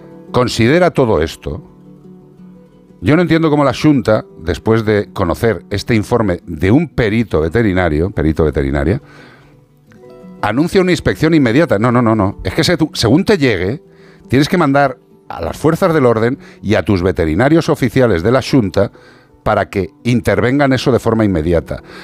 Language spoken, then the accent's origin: Spanish; Galicia, Spain; Ay, mi tierra, algunas veces, pues como todos lados.